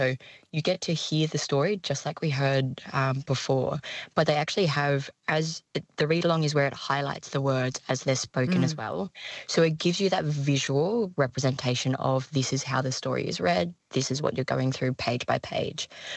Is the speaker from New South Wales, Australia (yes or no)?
yes; New South Wales, Australia; I'm a Bundjalung woman. I grew up on Far North New South Wales, and the only books that I had in my school library were How the Birds Got Their Colours, How the Echidna Got Their Spikes.